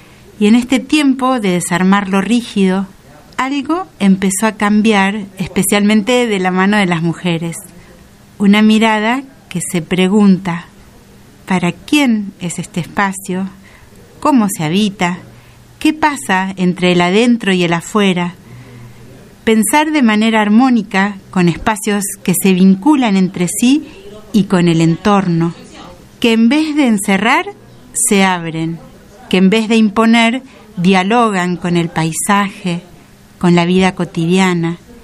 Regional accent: Patagonia, Argentina; soy cantora de la Patagonia.

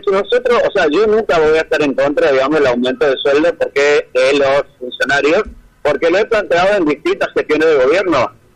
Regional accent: Chaco, Argentina; tenemos la aspiración de que algún día nuestra provincia deje de ser pobre y que sea una provincia de oportunidades

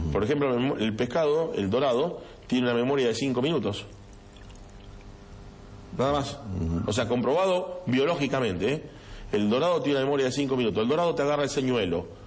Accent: Arroyo Seco, Santa Fe, Argentina; Yo me crié toda la vida en Atlético de Arroyo Seco, vivía a dos cuadras

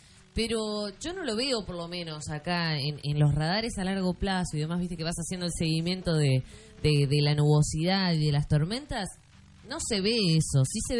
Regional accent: Argentina

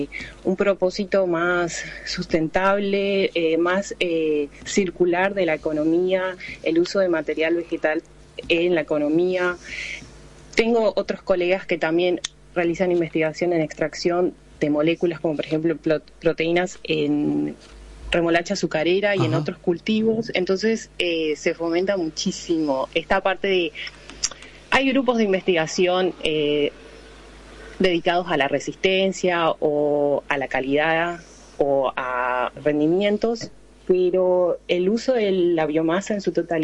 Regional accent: Argentina; moved away as an adult

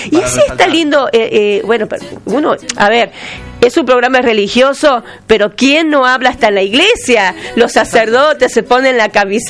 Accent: Argentina; Somos religiosos, somos católicos, somos argentinos

